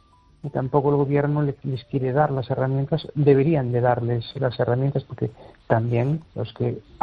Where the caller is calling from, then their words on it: Amoeiro, Galicia, Spain; de Un Pueblo de Amoiro